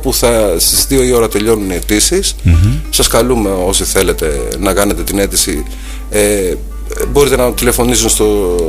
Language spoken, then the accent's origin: Greek; Livadeia, Central Greece, Greece; moved away; Στη Φιλαρμονική του Δήμου Λιβαδιάς όπου κατάγομαι